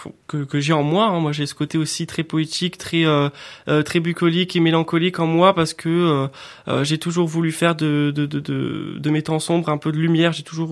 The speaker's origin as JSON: {"language": "French", "town": "Ajaccio", "region": "Corsica", "country": "France", "tie": "born or raised there", "also_born_or_lived": "Moca-Croce", "said": "j'ai grandi, j'étais à Ajaccio, aussi au village à Moca Croce."}